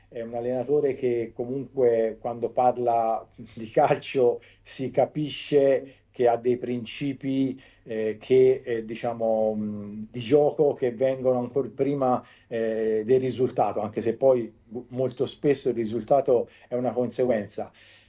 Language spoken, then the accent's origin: Italian; Tuscany, Italy; anche da Toscano